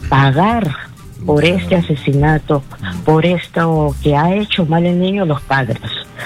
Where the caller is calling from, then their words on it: Lima, Peru; llamo acá de Comas.